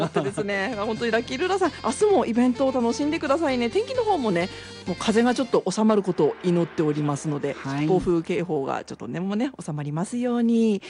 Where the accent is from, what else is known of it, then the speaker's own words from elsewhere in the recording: Kuroishi, Aomori, Japan; 黒石といえば名店倉吉何が嬉しいかってね、こちらの、ねまあ、私の実家なんですけれども